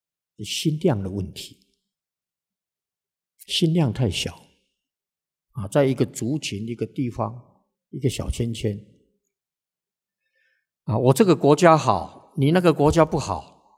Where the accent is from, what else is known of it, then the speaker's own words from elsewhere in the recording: Taiwan; 拿我们台湾的钱去帮助其他国家的人